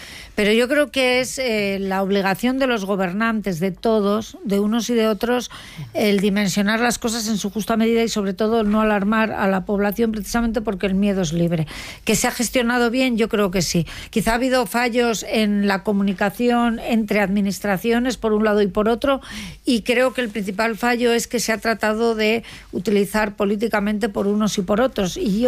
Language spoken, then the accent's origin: Spanish; Madrid, Community of Madrid, Spain; born there; yo soy de Carabanchel, que antes estabais hablando de mi barrio